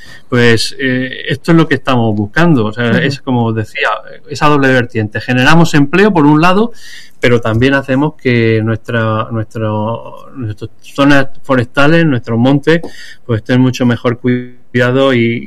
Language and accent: Spanish; Cehegín, Region of Murcia, Spain; yo soy de Cejín y soy un enamorado de no solo de mi pueblo, sino de toda la comarca